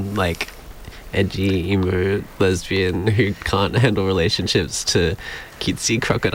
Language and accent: English; Sunshine Coast, Queensland, Australia; Like where I grew up on the Sunshine Coast